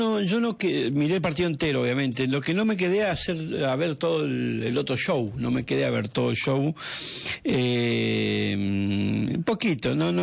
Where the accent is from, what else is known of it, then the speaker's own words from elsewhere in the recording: Argentina; ni siquiera yo, o como argentino